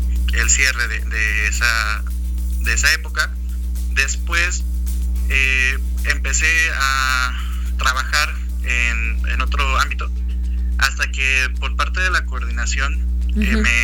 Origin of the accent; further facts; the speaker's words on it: Tamazunchale, San Luis Potosí, Mexico; also born or lived in Ciudad Valles; No, sí, soy originario de Tamazunchale. Nací en Valles, ajá, pero, o sea, toda mi vida he vivido en Tamazunchale.